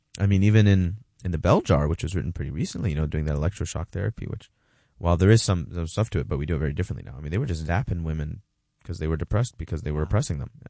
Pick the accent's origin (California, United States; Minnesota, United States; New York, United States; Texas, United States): California, United States; Los Angeles; Yeah, I'm from Cali, but I'm not so close to the ocean.